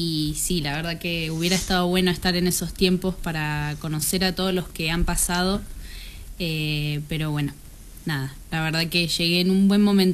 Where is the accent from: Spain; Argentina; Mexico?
Argentina; San Martín; now in Junín, Argentina; Yo soy de San Martín, ahora estoy viviendo acá.